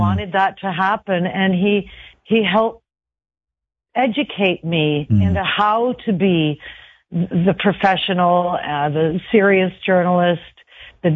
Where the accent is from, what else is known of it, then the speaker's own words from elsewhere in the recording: Kitchener, Ontario, Canada; I was working at CKCO TV in Kitchener, which was my hometown.